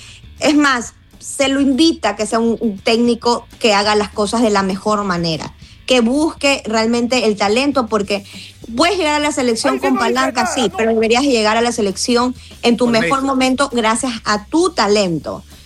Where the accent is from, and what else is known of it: Ecuador